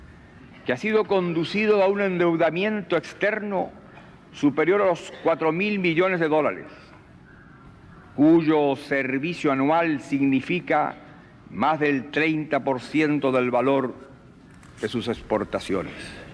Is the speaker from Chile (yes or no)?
yes; Chile; Vengo de Chile, un país pequeño, pero donde hoy cualquier ciudadano es libre de expresarse como mejor prefiera